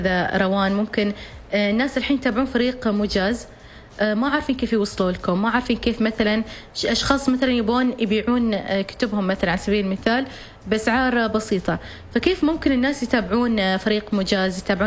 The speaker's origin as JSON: {"language": "Arabic", "country": "Oman", "said": "نحن كشباب عمانيين"}